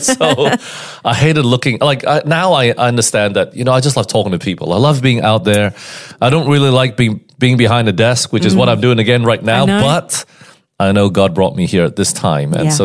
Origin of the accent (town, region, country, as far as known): Melbourne, Victoria, Australia; born there